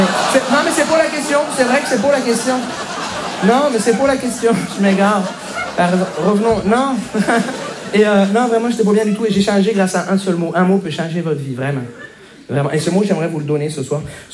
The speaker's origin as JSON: {"language": "French", "town": "Montreal", "region": "Quebec", "country": "Canada", "said": "Bonjour, je me présente … je viens de Montréal."}